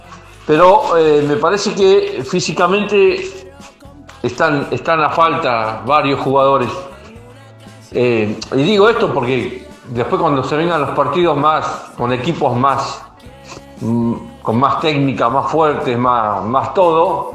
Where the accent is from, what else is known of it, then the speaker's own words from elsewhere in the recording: Argentina; como hincha argentino, obviamente que le tengo fe a la selección.